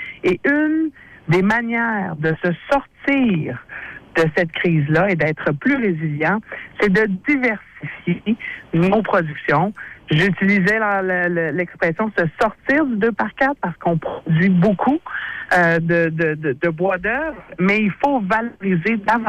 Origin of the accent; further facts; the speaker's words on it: Quebec, Canada; chez nous au Québec